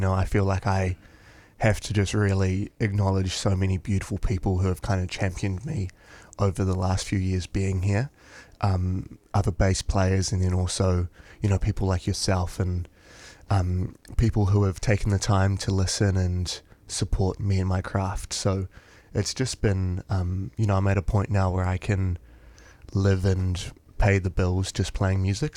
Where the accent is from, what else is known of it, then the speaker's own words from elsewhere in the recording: New Zealand; moved away as an adult; now in Australia; my dad's family is from New Zealand, so that's where I was born and grew up.